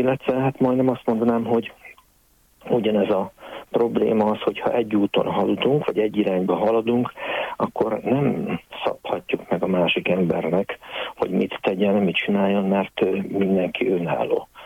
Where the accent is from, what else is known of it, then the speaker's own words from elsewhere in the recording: Hungary; a pálosokhoz azért magyar alapítású rendhez kötődünk, ugye, mint magyarok